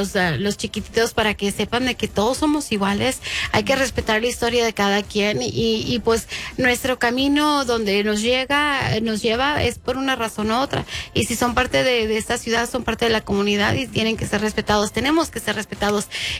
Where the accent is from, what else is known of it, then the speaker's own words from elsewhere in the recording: Mexico; now in Albuquerque, United States; nosotros somos mexicanos aquí